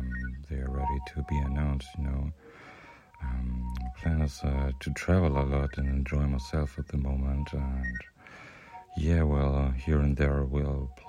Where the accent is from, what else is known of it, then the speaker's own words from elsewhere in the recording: Nuremberg, Bavaria, Germany; I'm from Nuremberg and half Greek, and yeah, I've been collecting and DJing and playing in and around Nuremberg, I think, since 2013.